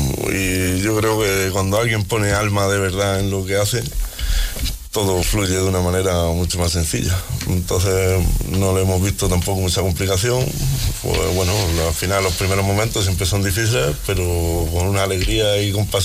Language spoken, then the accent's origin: Spanish; Andalusia, Spain; Mi compañero José Antonio de Lanteira y, bueno, mi hermano y yo, pues, somos de Fonera.